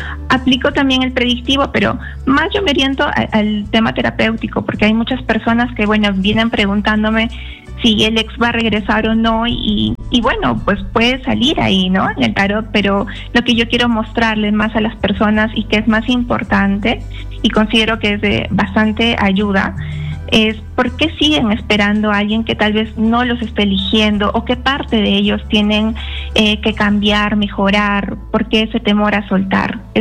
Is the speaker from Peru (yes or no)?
yes; Arequipa, Peru; Sí, yo soy de Arequipa.